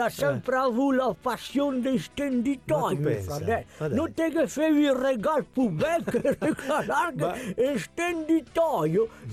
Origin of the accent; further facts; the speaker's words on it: Terlago, Trentino-Alto Adige, Italy; Vengo da Terlago e adesso sono pensionato.